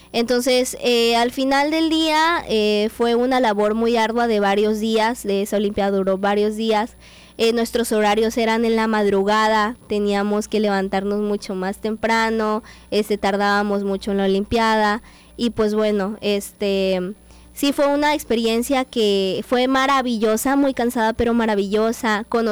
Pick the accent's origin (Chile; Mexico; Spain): Mexico; Cunduacán, Tabasco; somos 2 chicos de Cunduacán, Oscar y yo de Cunduacán